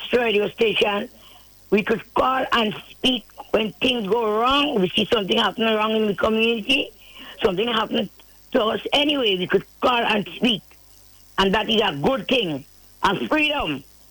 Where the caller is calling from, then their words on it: Grenada; I'm a Grenadian and a citizen of this country.